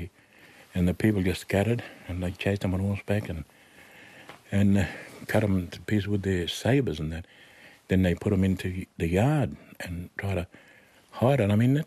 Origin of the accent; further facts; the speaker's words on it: New South Wales, Australia; I'm from New South Wales.